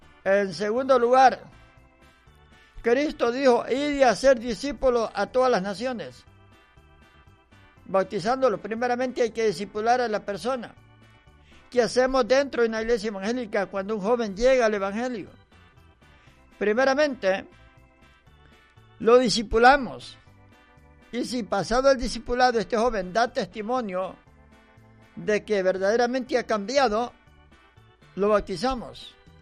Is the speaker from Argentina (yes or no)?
no; El Salvador; Como nosotros los salvadoreños que decimos buenas tardes.